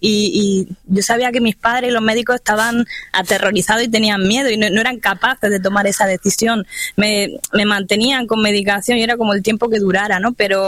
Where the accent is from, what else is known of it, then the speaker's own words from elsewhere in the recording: Sabadell, Catalonia, Spain; born there; yo nací en Sabadell, ¿no? Que es un pueblo de Barcelona.